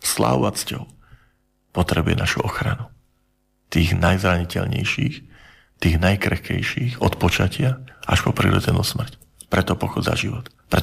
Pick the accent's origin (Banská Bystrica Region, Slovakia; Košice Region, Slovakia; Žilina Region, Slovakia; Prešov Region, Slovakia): Žilina Region, Slovakia; ja som z Horavy